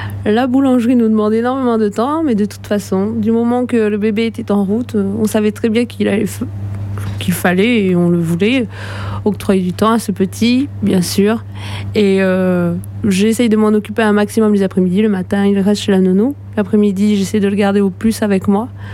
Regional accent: Thiviers, Nouvelle-Aquitaine, France; also born or lived in Loir-et-Cher / Trélissac; now in Coulounieix-Chamiers, France; Moi, je suis né dans le Loir-et-Cher et Guillaume est né sur la Côte d'Azur, à Antibes. Mais moi, j'habite depuis ma petite enfance à Thiviers. Donc, j'ai passé quasiment toute mon enfance dans ce secteur-là.

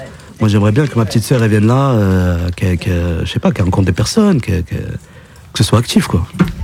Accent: Coulounieix-Chamiers, Nouvelle-Aquitaine, France; En 94. Je suis né à Coulmiers-Chamiers, au Romain Roland, là où ils ont détruit les bâtiments.

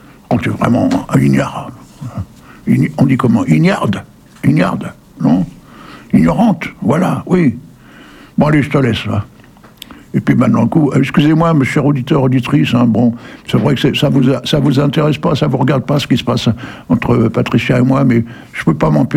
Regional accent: Hauts-de-France, France; Tu sais que je suis un ch'timi, moi.

